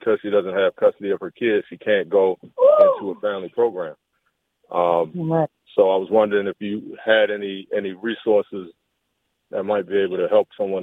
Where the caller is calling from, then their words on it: Maryland, United States; I'm calling from Maryland.